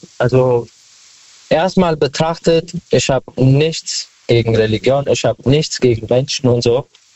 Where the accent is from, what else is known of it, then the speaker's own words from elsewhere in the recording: Wiesbaden, Hesse, Germany; Ich komme aus Wiesbaden.